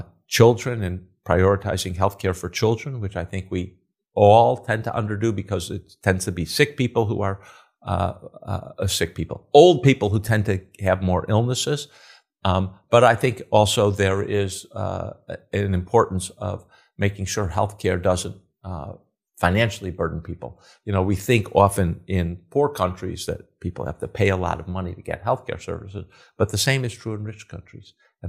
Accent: Chicago, Illinois, United States; when I was growing up in Chicago, you know, going to a Cubs game, sitting in the bleachers was $1.

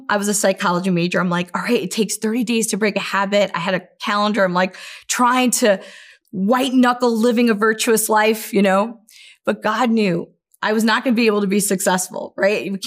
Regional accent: New York, United States; You know, I'm from New York. We don't hug each other, you know, unless you know each other.

